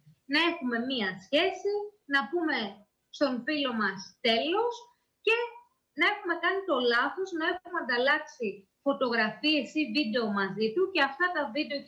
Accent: Greece; σαν Έλληνες, έχουμε λίγο την υπερβολή στο κεφάλι μας

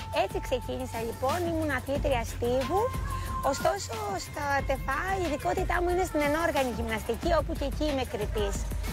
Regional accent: Kasteli, Crete, Greece; now in Heraklion, Greece; Εγώ κατάγομαι από το Καστέλι, εκεί δεν είχαμε συλλόγους.

